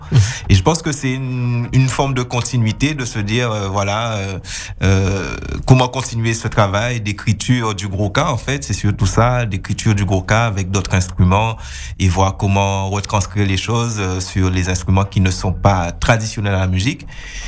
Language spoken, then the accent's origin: French; Guadeloupe; je viens de la Guadeloupe.